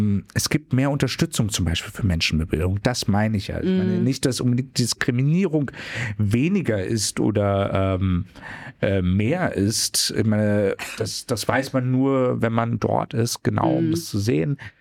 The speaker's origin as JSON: {"language": "German", "region": "Berlin", "country": "Germany"}